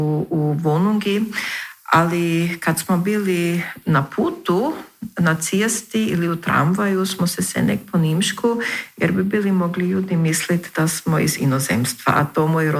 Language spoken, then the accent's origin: Croatian; Geristof, Burgenland, Austria; Moje djetinjstvo u Geristofu je bilo tako da smo mi prva leta pendjali u Beč.